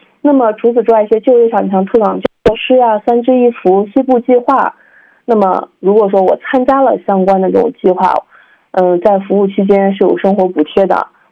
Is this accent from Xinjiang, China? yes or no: yes; Xinjiang, China; 咱们新疆